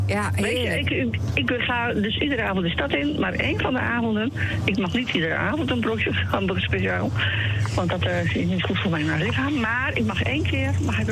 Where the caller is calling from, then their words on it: Assen, Drenthe, Netherlands; Ik ben uit Assen.